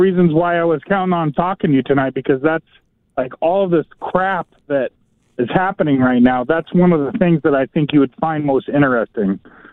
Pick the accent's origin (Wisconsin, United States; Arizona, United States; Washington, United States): Washington, United States; Longview; I'm from Longview, Washington.